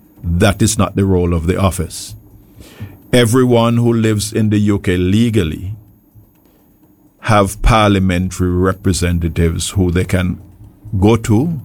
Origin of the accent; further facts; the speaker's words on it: Montserrat; Look, we are Montserratians. Let's understand that we are Montserratians.